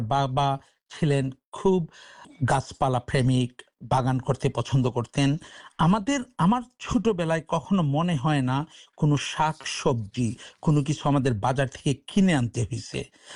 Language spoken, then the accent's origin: Bangla; Bangladesh; now in Sydney, Australia; আমি বাংলাদেশে আমার জন্ম এবং বেড়ে ওঠা